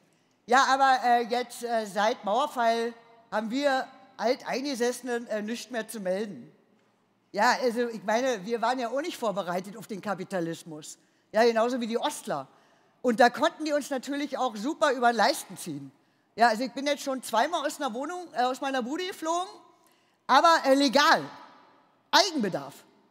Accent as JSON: {"language": "German", "region": "Berlin", "country": "Germany", "tie": "born or raised there", "accent": "Berlin dialect", "said": "was ihr hier seht, ist eine der letzten überlebenden und doch vom Aussterben betroffenen gebürtigen Westberlinerinnen"}